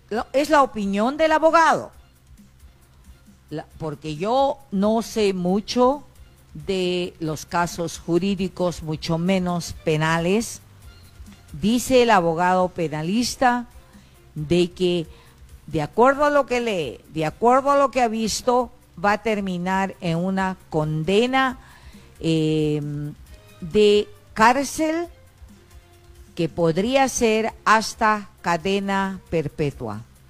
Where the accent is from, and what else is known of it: Rodríguez de Mendoza, Amazonas, Peru